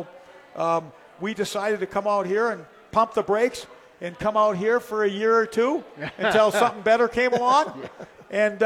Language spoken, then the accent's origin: English; Minnesota, United States; He and I grew up together on the Iron Range